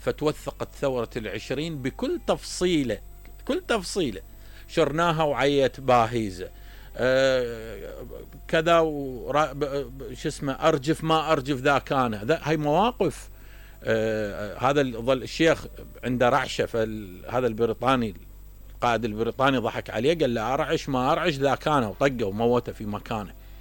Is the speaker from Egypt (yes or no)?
no; Iraq; إحنا كعراقيين